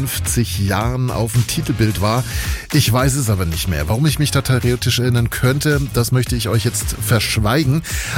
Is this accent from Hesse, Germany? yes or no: no; Bayreuth, Bavaria, Germany; Ich bin aus Bayreuth, ich schwör's.